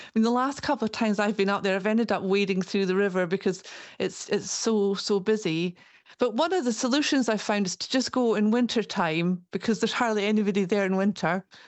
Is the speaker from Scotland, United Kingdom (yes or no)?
yes; Glen Nevis, Scotland, United Kingdom; So I grew up in Glennevis and used to play there as a child and swim in the river there.